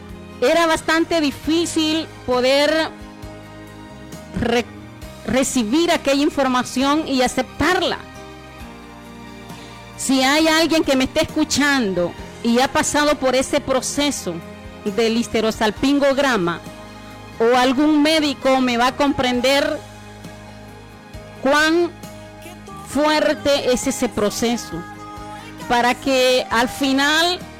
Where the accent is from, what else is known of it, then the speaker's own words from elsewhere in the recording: Berlín, Usulután, El Salvador; born there; moved away; me regreso a mi pueblo, me regreso a mi país, El Salvador. Y acá en la ciudad de Berlín